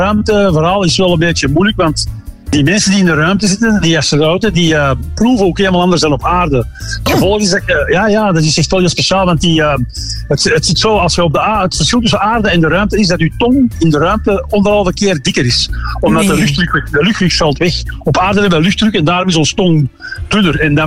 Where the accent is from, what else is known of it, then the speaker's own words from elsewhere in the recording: Belgium; Dus wij als Belgen eten dat dus heel graag.